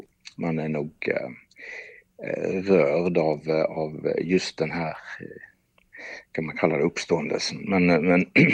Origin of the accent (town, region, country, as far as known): Norway; moved away